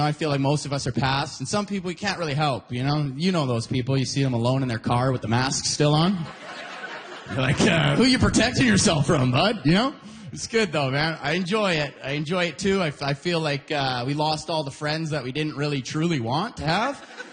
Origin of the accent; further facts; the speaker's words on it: Alberta, Canada; now in Ontario, Canada; I lost 3 friends just because I'm from Alberta.